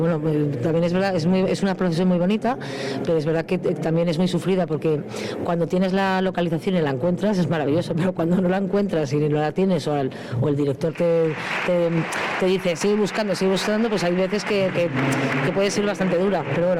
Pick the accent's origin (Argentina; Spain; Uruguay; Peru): Spain; Madrid, Community of Madrid; Pues mira, yo vengo de Madrid